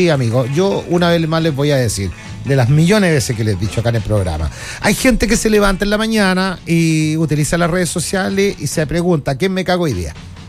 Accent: Chile; Yo lo digo como chileno, ¿no? Amante de mi patria.

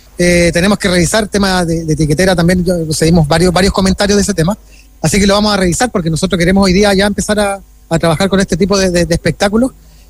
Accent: Antofagasta, Chile; Los que somos antofagastinos como yo

